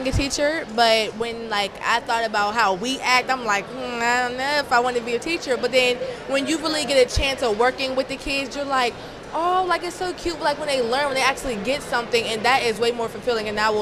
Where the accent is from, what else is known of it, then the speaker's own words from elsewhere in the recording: Pittsburgh, Pennsylvania, United States; when we told them we were from Pittsburgh